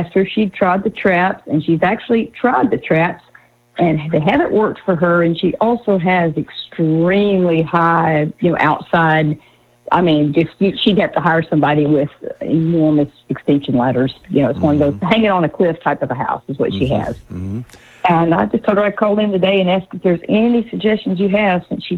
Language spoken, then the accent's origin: English; Birmingham, Alabama, United States; I grew up in Birmingham, and we had a carport, and they drilled all the time.